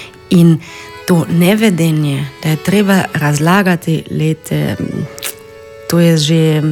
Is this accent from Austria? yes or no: yes; Carinthia, Austria; jaz rečem, da sem kohoška Slovenka